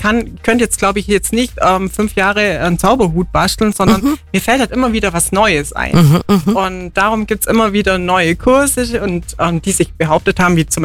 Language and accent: German; Allgäu, Germany; weil ich war auch eine Allgäuerin eben